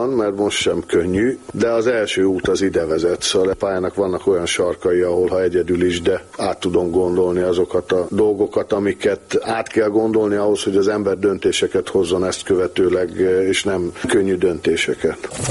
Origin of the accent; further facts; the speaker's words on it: Budapest, Hungary; moved away as an adult; now in Székesfehérvár, Hungary; én a Zugló kis stadion 7. kerület keleti pályaudvar, ott azon a környéken nőttem föl.